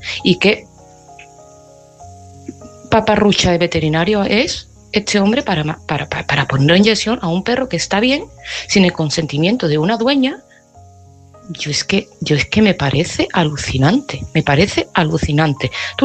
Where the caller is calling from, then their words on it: Seville, Andalusia, Spain; de Sevilla y este mensaje va para Mari Carmen.